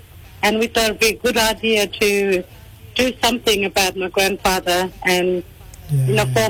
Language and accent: English; Wurrumiyanga, Northern Territory, Australia; I come from Tiwi Islands, a little community called Wurrumyanga.